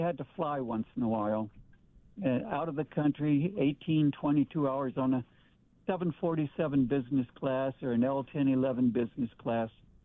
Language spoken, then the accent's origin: English; Kingman, Arizona, United States; born there; I was born in Kingman, and so I loved the heat compared to the ice and snow of back east.